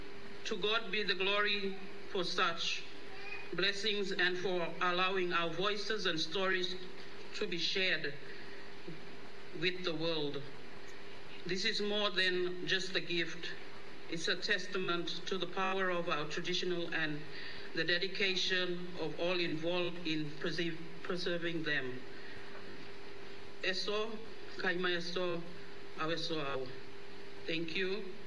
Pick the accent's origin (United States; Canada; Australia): Australia; Yam Island, Queensland; I'm from Yama Lug … It's a honor to be here from Yama as a member of the community